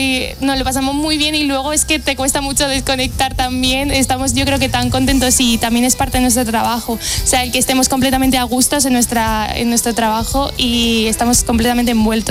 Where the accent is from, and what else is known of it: Madrid, Community of Madrid, Spain